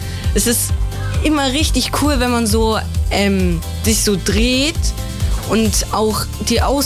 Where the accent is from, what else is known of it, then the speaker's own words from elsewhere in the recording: Baden-Württemberg, Germany; Ich komme aus der Nähe von Stuttgart.